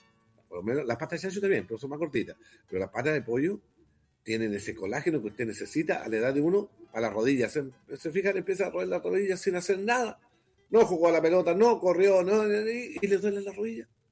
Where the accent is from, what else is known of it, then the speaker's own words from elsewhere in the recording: Maule, Chile; nosotros que somos de Maule